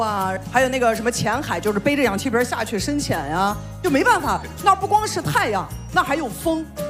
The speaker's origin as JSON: {"language": "Chinese", "town": "Ürümqi", "region": "Xinjiang", "country": "China", "tie": "born or raised there", "moved": "as an adult", "lives_now": "Sanya, China", "said": "我老家是新疆乌鲁木齐的，我现在在三亚后海村开民宿。"}